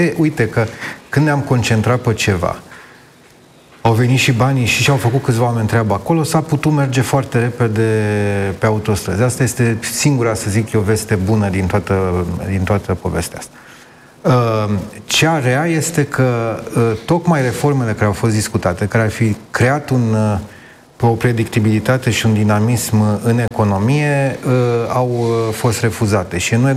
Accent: Romania

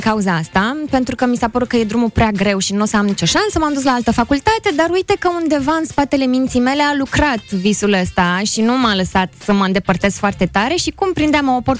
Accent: Focșani, Vrancea County, Romania; moved away as an adult; now in Bucharest, Romania; Sunt din Focșani, nu sunt din București, dar deja stau de 12 ani în București.

